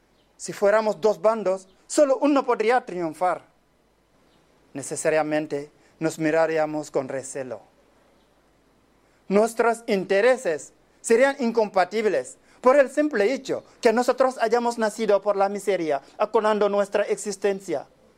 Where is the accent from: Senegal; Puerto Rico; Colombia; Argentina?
Senegal; Spanish is a second language; now in Valencia, Spain; soy de Senegal. Llevo 10 años viviendo en Valencia.